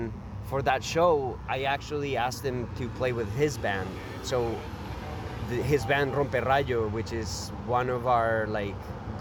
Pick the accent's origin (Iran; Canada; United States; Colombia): Colombia; Bogotá, Bogotá Capital District; Bogota, yeah.